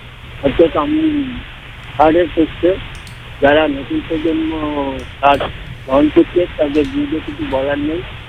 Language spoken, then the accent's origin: Bangla; New Town, West Bengal, India; গ্রামের একটা গ্রাম ছিল প্রচুর, এখন না নিউ টাউন হয়েছে। এই গ্রাম থেকে আমি মানুষ হয়েছি, আমরা ওপর থেকে এপারে এসেছি, আমার বাবা হেডমাস্টার ছিল।